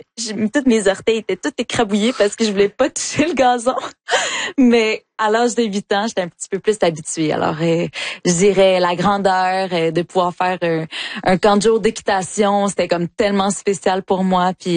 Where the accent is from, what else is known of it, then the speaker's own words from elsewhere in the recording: Iqaluit, Nunavut, Canada; Moi, je viens de Iqaluit, au Nunavut. Alors, c'est la capitale sur l'île de Baffin. Moi, j'ai grandi avec comme cour arrière les montagnes, la toundra, puis l'océan aussi.